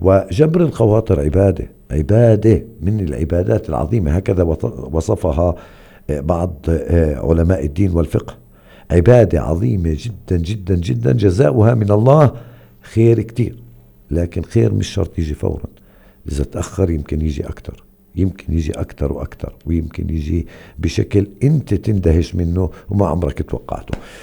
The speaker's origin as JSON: {"language": "Arabic", "country": "Palestine", "said": "عندنا بفلسطين"}